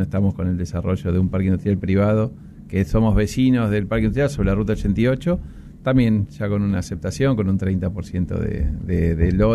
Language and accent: Spanish; Mar del Plata, Buenos Aires Province, Argentina; en el caso nuestro, sí, somos de Mar del Plata, somos una empresa de familia